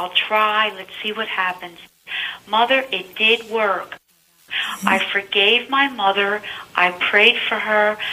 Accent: Philadelphia, Pennsylvania, United States; I'm from South Philadelphia.

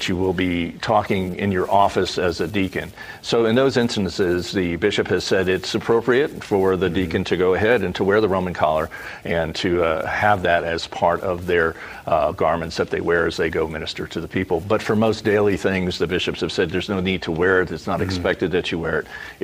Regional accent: Pennsylvania, United States; I grew up in Pennsylvania.

